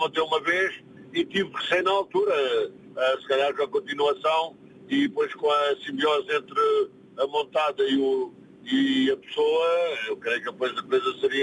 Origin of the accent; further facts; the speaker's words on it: Lisbon, Portugal; also born or lived in Caneças; Eu sou de Lisboa, nasci em Lisboa, na Alfredo da Costa.